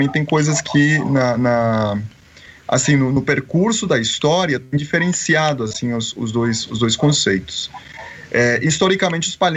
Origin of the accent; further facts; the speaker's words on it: Cali, Valle del Cauca, Colombia; Portuguese is a second language; Cali, por exemplo, a cidade onde eu moro, de onde eu sou, é a segunda cidade negra da América Latina, depois de Salvador.